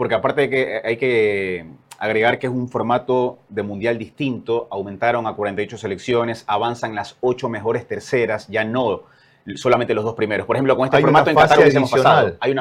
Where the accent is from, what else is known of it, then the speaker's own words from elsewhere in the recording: Machala, El Oro, Ecuador; Yo soy de Machala.